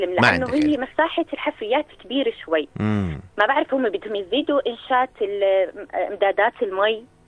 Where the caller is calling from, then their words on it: Tafilah, Tafilah Governorate, Jordan; أنا من الطفيلة.